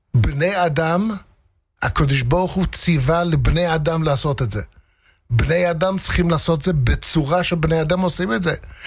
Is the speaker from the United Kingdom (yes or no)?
yes; England, United Kingdom; now in Israel; אני לפני 40 שנה עליתי לארץ, יותר מ-40 שנה. עליתי מאנגליה. אנגליה זה אחד מהמקומות היחידים בעולם שיש עדיין מלכות.